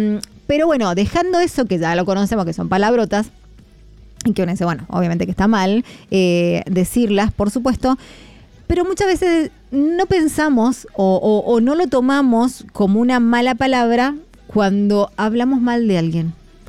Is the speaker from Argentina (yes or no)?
yes; Argentina; Es triste, lo tengo que, soy argentina, pero tengo que decir que los argentinos somos muy mal hablados.